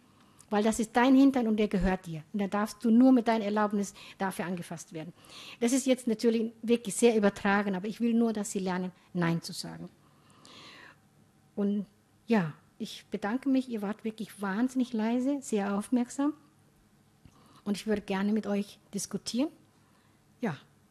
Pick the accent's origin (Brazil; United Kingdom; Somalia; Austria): Somalia; in Somalia, das kenne ich nicht. Ich bin in Hemd und Hose, als Nomadin in kleines Tuch, aber sonst bin ich in Hemd und Hose aufgewachsen.